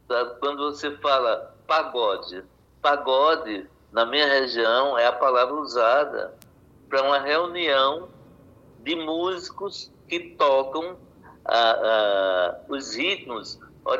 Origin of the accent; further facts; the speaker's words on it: Northeast Region, Brazil; born there; a minha região, o Nordeste, onde eu nasci, que tem meu povo, que também faz parte do Brasil, né?